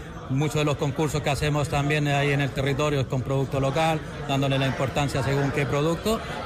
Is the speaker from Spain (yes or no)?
yes; Balearic Islands, Spain; vengo de Islas Baleares, Mallorca